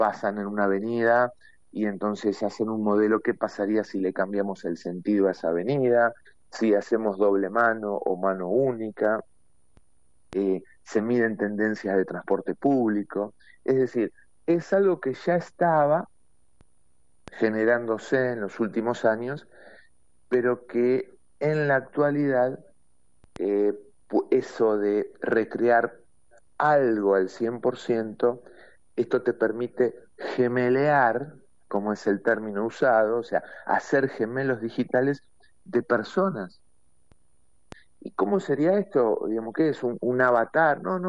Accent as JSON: {"language": "Spanish", "country": "Argentina", "said": "nosotros como argentinos"}